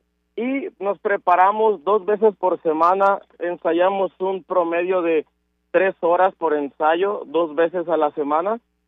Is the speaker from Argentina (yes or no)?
no; Oaxaca, Mexico; Todos somos de Oaxaca